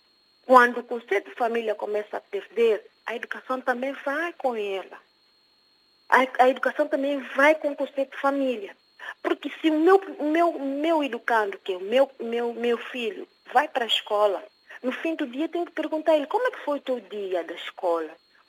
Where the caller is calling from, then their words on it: São Tomé & Príncipe; Eu falo de Santo Tomé e Príncipe, que é meu país